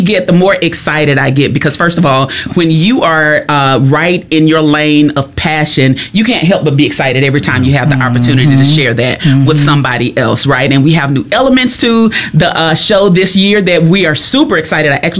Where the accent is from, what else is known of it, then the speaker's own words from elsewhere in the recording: United States; I grew up in Itala County, right? I was raised by my grandparents